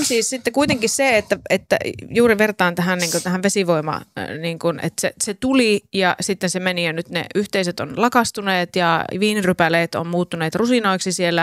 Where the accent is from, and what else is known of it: North Ostrobothnia, Finland